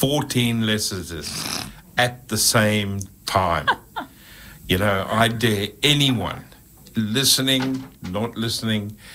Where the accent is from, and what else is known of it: South Africa; moved away